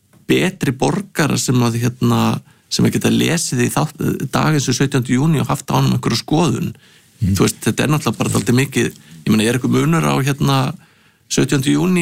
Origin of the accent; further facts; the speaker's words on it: Hafnarfjörður, Capital Region, Iceland; ég er úr Hafnarfirði og ég manna að spennan í kringu 17. júni var að fara á kvöldskemmtunum